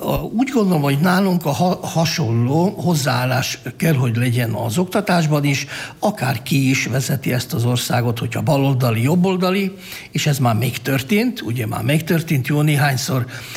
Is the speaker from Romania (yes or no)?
no; Prekmurje, Slovenia; nekünk nemzetiségieknek, úgy az olaszoknak, mint muravidéki magyaroknak